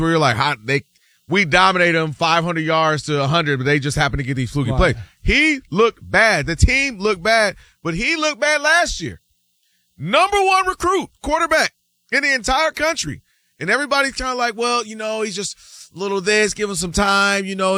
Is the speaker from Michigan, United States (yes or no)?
yes; Ann Arbor, Michigan, United States; I told you, I'm from Ann Arbor.